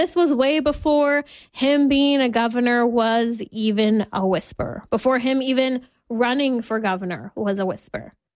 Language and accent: English; California, United States; I'm a native Californian. I've seen, even since my childhood, the change in my home state